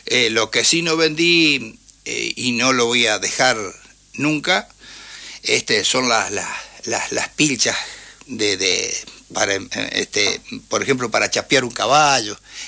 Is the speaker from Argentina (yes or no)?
yes; Maciel, Santa Fe, Argentina; Yo nazco en Maciel, zona campo.